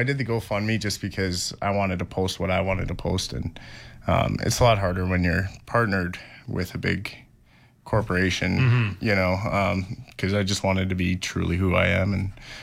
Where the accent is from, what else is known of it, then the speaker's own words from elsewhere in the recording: Dryden, Ontario, Canada; Well, so right now it's Dryden, Ontario, which is my hometown